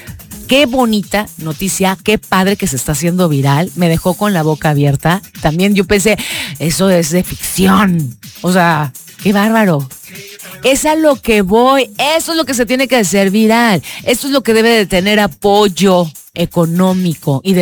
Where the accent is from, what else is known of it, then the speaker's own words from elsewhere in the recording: Chiapas, Mexico; Y la verdad es que orgullosamente somos chiapanecos.